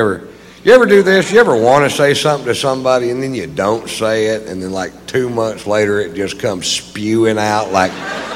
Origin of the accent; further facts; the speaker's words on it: the South, United States; Well, I was raised in the South